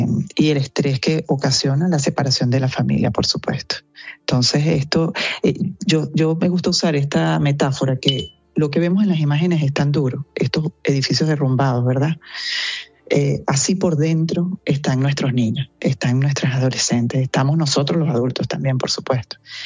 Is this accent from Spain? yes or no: no; Venezuela; en nombre de Venezuela, como venezolana